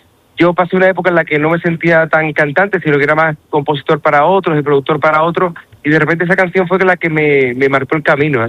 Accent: Puerto Real, Andalusia, Spain; yo soy de Puerto Real

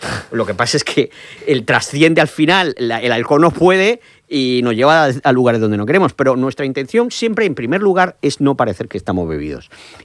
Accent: Region of Murcia, Spain; yo creo que como murcianos y como y sobre todo los de Cartagena

